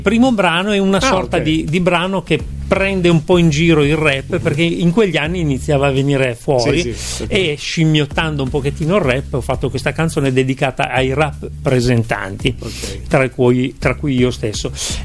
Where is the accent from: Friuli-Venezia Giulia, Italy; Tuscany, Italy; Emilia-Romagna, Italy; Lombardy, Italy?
Friuli-Venezia Giulia, Italy; Tolmezzo; born there; sono di origine molto molto mista, sono nato in Friuli a Tolmezzo, ma padre umbro, madre ligure